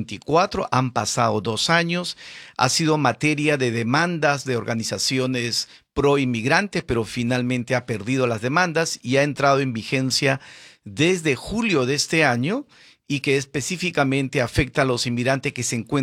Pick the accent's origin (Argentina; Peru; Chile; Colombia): Peru; aún no siendo mexicano y soy de origen peruano, tengo el corazón mexicano.